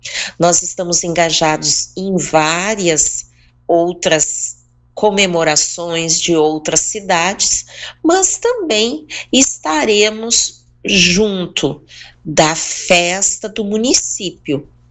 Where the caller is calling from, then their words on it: Porto Alegre, Rio Grande do Sul, Brazil; Eu, por exemplo, moro aqui em Porto Alegre, hoje estou falando de Porto Alegre